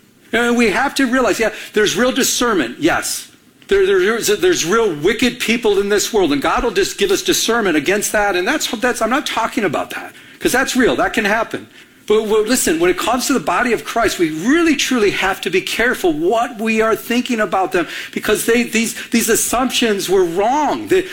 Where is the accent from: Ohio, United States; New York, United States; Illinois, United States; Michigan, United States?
Michigan, United States; moved away; I'm from Michigan.